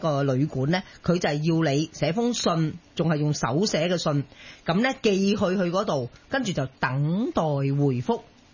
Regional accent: China; 即係我哋中國人有句説話啊嘛，吾日三省吾身啊！

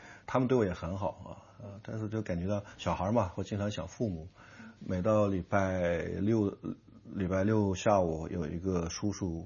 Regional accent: Tangshan, Hebei, China; also born or lived in Datong, Shanxi; 因为小时候是在冀东平原一个小村子里面长大的，然后可能十来岁，然后随军去了山西大同生活了一段时间，然后又回到我所出生的那个乡村所在的县城，然后就一直待到考大学。

